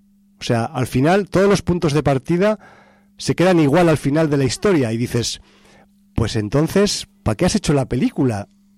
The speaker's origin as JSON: {"language": "Spanish", "region": "Aragon", "country": "Spain", "said": "pero en Aragón, yo al menos en mi pueblo, yo he comido siempre borraja"}